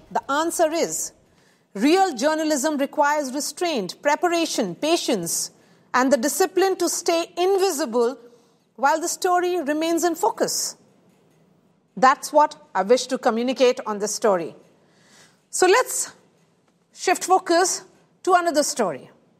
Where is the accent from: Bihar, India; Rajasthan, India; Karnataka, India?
Bihar, India; my home state of Bihar.